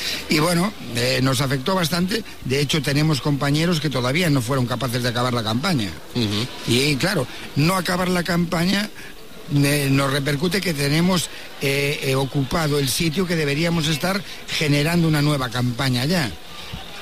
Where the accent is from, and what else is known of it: Galicia, Spain